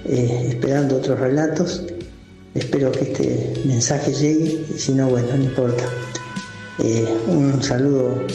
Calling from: Rosario, Santa Fe, Argentina; acá por nuestra zona, por Rosario

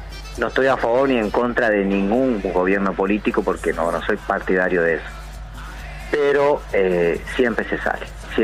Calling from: Santa Fe, Argentina; somos santafesinos igual.

